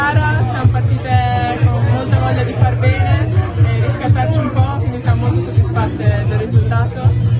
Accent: Taranto, Apulia, Italy; moved away; Anni fa non c'avevamo neanche la piscina, io sono dovuta andare via

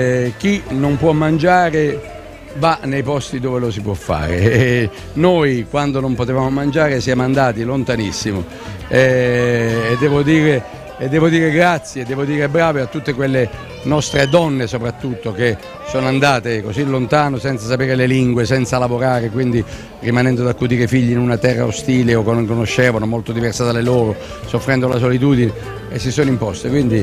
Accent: Apulia, Italy; io come pugliese

